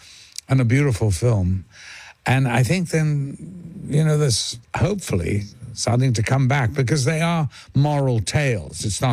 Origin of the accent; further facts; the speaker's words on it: Liverpool, North West England, United Kingdom; I'm from Liverpool.